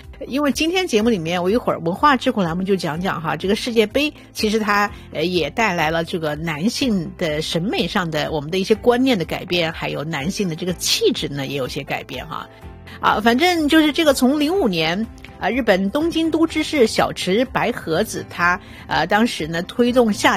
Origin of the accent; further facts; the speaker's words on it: China; now in Toronto, Canada; 像我们华人朋友回国，我回国的时候也是先落地